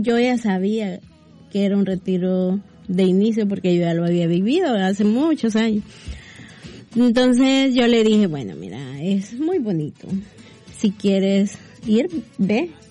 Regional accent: San Alejo, La Unión, El Salvador; now in San Salvador, El Salvador; Entonces yo me mudé de San Alejo para San Salvador a estudiar

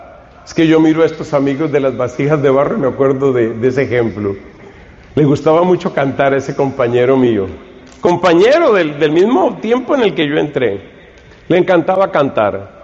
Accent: Colombia; Yo soy colombiano, yo no soy finlandés. Yo sé que tengo un poco cara de sueco y de escandinavo, pero... pero yo soy colombiano, de raíces indígenas y africanas y mexicanas, y yo soy un mestizo.

